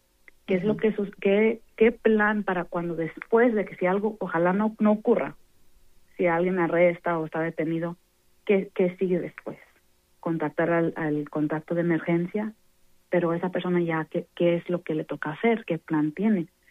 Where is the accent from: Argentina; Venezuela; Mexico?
Mexico; now in Houston, United States; yo soy mexicana